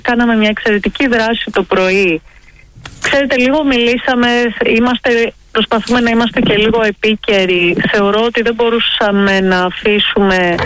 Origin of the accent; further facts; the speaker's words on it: Kalavryta, Western Greece, Greece; Εγώ από τα Καλάβρητα.